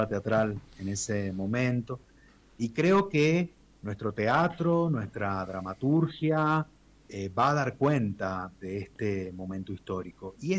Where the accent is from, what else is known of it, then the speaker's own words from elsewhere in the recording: Argentina; nuestro país